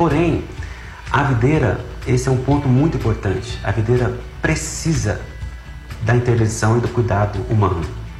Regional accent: Catalão, Goiás, Brazil; born there; now in Brasília, Brazil; Eu nasci em Catalão, Goiás, Catalão. 300 quilômetros daqui, uhum, mas vim para cá jovem, né?

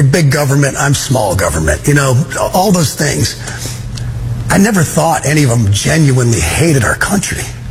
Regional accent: Dearborn, Michigan, United States; born there; Well, number one, I was born in Dearborn, Michigan.

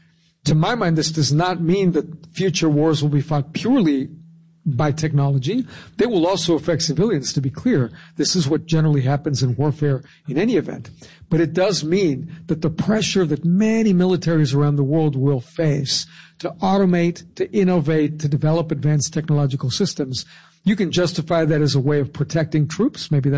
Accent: California, United States; So in my home state of California in the early 1970s, it was not a happy thing to be driving around L.A. with your windows up or down.

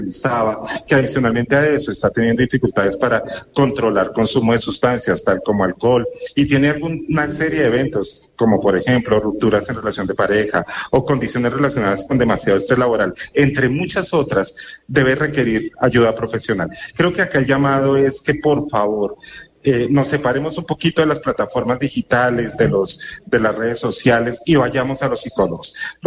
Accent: Colombia

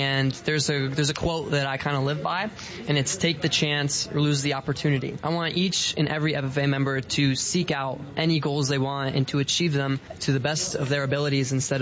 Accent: Morgan County, Illinois, United States; I come from Morgan County, Illinois. I grew up as the sixth generation on my family's corn and soybean operation.

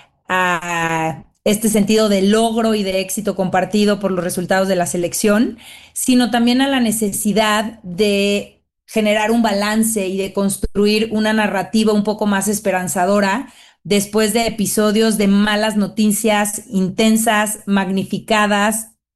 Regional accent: Mexico; me sentí muy, muy orgullosa de ser mexicana

